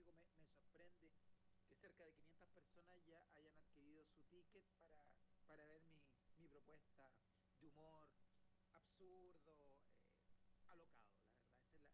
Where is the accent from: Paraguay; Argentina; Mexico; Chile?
Chile; southern Chile; De donde yo vengo, yo soy del sur de Chile